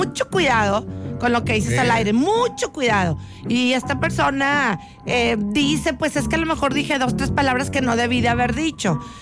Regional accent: Mexico; los mexicanos queremos ser como los argentinos en todo.

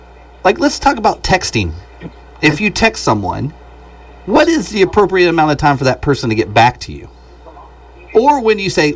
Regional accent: Elkins, West Virginia, United States; born there; I was born in Elkins, West Virginia.

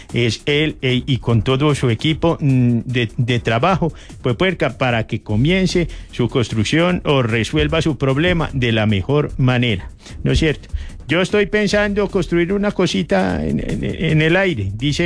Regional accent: Colombia

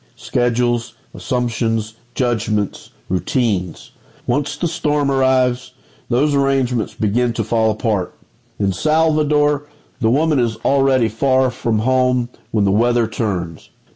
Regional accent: Goodwell, Oklahoma, United States; from Goodwell, Oklahoma, for the HPPR Radio Readers

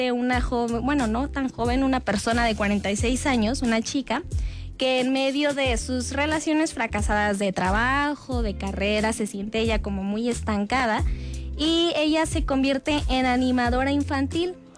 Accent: Mexico

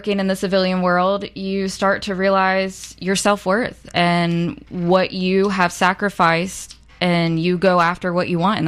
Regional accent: Hampton, Virginia, United States; I'm here from here, Hampton, Virginia.

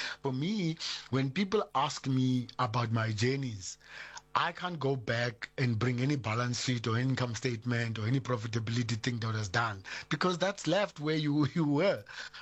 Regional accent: South Africa; born there; Yet I also see myself as a South African, because I'm born in this country and I identify with this country proudly.

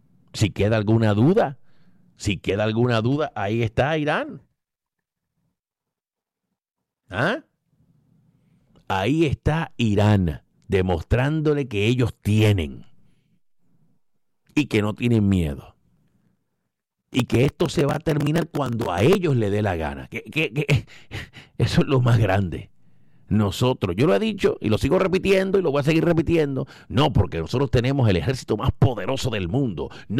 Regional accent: Caguas, Puerto Rico; moved away; como dicen allá en mi pueblo, en Caguas, Puerto Rico.

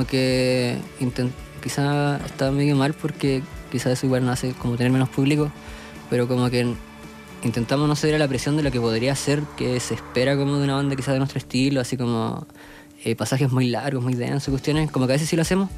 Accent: Andacollo, Coquimbo, Chile; Somos de Andacollo

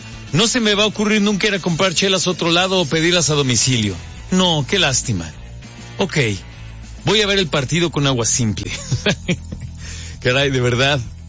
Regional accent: Mexico; sobre todo como mexicanos

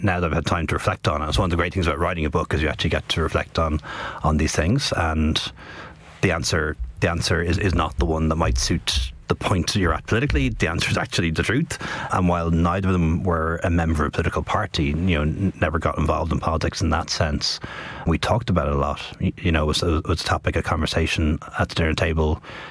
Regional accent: Dublin, Leinster, Ireland; I was the only brown kid with a funny name growing up in West Dublin at the time. It's a very different place now, I can tell you.

